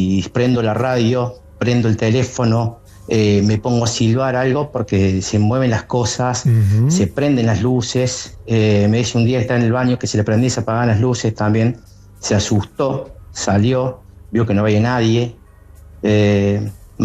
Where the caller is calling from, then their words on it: Córdoba, Argentina; De Córdoba Capital.